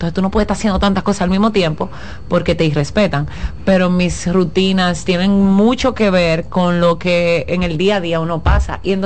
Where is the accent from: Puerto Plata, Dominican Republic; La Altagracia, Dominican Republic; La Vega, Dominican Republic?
La Altagracia, Dominican Republic; Higüey; born there; Yo nací en Higüey